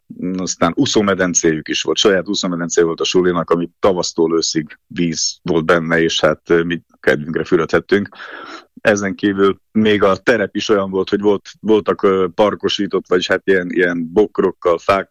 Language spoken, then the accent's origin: Hungarian; Udvard, Nitra Region, Slovakia; also born or lived in Štúrovo (Párkány); Én udvardon nevelkedtem, udvardon nőttem fel, de nem mondhatom ezt a szülőfalumnak, hiszen Párkányban születtem.